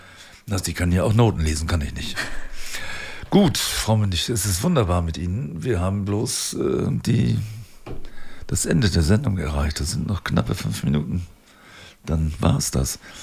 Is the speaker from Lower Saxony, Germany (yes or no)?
yes; Osnabrück, Lower Saxony, Germany; Das hört man gerne als Osnabrücker. Oder, naja, Rand-Osnabrücker. Ich komme aus dem Südkreis, meine Damen und Herren.